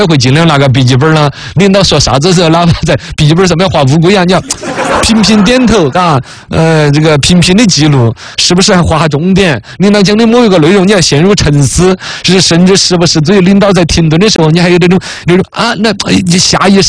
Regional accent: China; 在我们中国人的文化当中

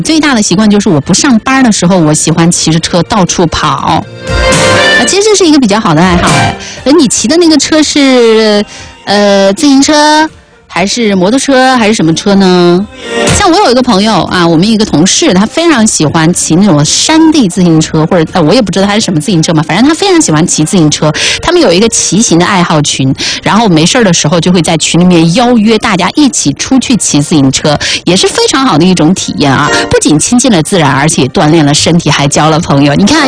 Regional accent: Chongqing, China; 他们说是我们重庆话的

